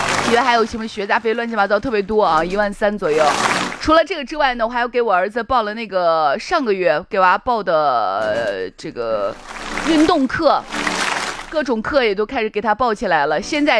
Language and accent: Chinese; Shaanxi, China